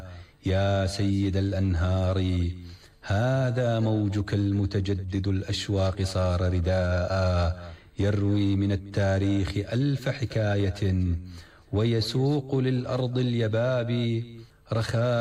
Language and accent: Arabic; Deir ez-Zor, Deir ez-Zor Governorate, Syria; moved away; وهو الأستاذ زياد الشملان ابن مدينتي وابن دير الزور